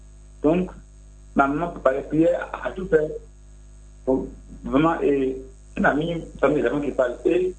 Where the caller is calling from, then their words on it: Abidjan, Côte d’Ivoire; J'appelle Yopougon Biabou.